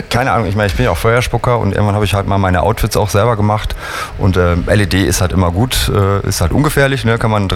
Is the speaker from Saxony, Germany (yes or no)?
no; North Rhine-Westphalia, Germany; now in Cologne, Germany; aus Köln, ein zugereister Kölner dazu gesagt, ursprünglich Sauerländer